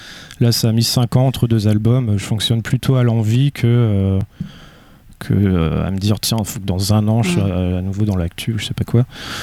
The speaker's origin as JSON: {"language": "French", "region": "Brittany", "country": "France", "said": "sur la précédente cassette, c'était 29 parce que je viens du Finistère."}